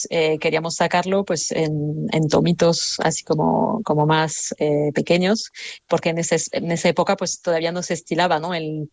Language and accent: Spanish; Bilbao, Basque Country, Spain; ¿cómo se ve que soy de Bilbao y tal?